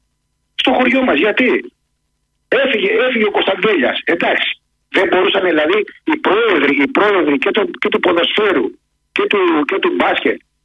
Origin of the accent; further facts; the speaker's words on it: Gargalianoi, Peloponnese, Greece; Εγώ είμαι από τους Γαργαλιάνους.